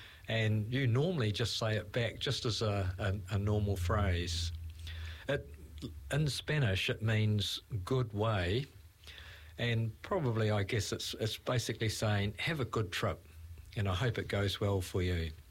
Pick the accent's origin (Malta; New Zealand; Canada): New Zealand; no, I can do this, I'm a Kiwi, and it'll be fine